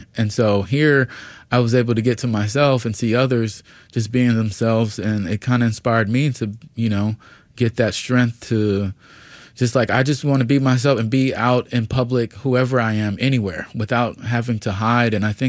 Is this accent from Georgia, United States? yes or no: yes; Atlanta, Georgia, United States; I'm from Atlanta, Georgia. Like, I've seen this forever.